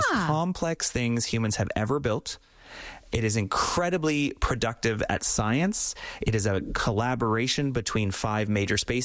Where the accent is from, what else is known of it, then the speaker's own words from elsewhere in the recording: Canada; being Canadian